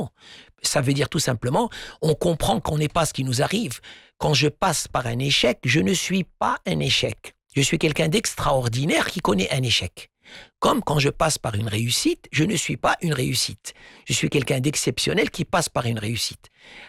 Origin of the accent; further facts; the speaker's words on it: Morocco; Un exemple chez nous au Maroc